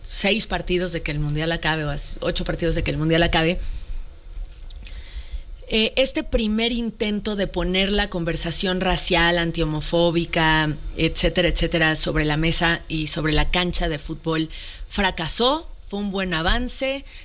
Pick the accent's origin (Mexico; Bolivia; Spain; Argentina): Mexico